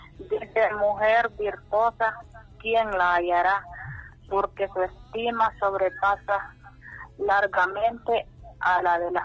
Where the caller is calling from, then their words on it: Honduras; De aquí del Terrero, el Cerrado.